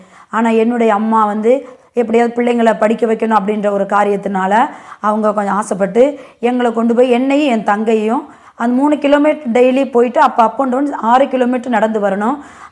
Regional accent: Pudukkottai district, Tamil Nadu, India; என்னுடைய ஊர் புதுக்கோட்டை மாவட்டம் ஆலங்குடி வட்டம் பக்கத்தில் உள்ள கடுக்காக்காடு என்கிற கிராமம்.

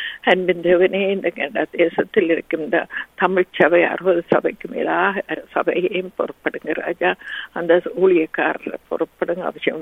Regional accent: Sri Lanka; அன்பின் தேவனே, நாங்கள் பிறந்து வளர்ந்த இலங்கை தீவுக்காக உங்களை வருகிறோம் ராஜா.

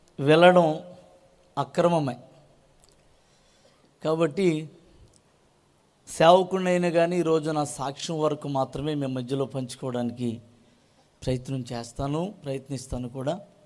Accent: Venkatraopalem, Andhra Pradesh, India; మాది తాడేపల్లిగూడెం దగ్గర వెంకట్రావుపాలెం అనే ఒక చిన్న పల్లెటూరు, ఒక పేద కుటుంబం. అలాంటి పేద కుటుంబంలో పుట్టిన నేను నా తల్లిదండ్రులకు ఆఖరివాడిని.

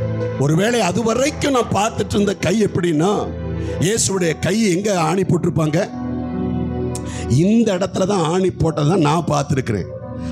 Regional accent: Kerala, India; என்னுடைய சொந்த ஊர் கேரளா, பக்கத்தில் இருக்குதான ஒரு சின்ன ஊர் கிராமம்

